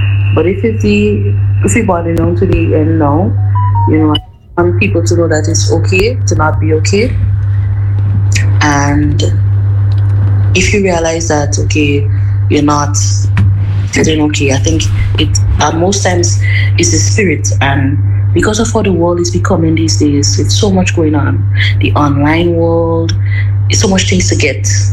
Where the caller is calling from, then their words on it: Saint Andrew, Grenada; I'm from St. Andrew.